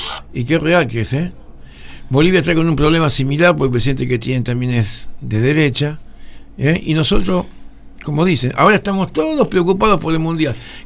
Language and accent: Spanish; Argentina; como argentinos estamos cada vez más locos